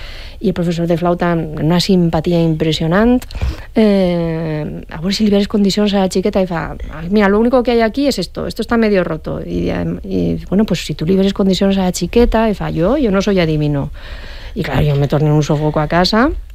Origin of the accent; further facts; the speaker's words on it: Alboraia, Valencian Community, Spain; molts dels músics professionals que som ara d'Alboraia.